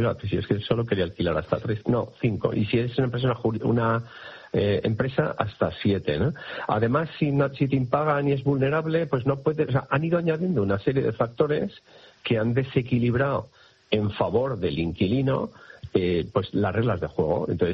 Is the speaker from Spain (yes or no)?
yes; Bilbao, Basque Country, Spain; O sea, yo que soy de Bilbao y se me pongo el ejemplo muy sencillo, ¿sabes?